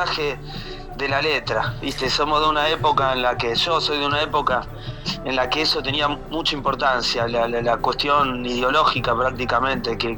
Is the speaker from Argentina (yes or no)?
yes; Argentina; born there; No, acá. Nosotros somos originarios de Lucania, de Basilicato.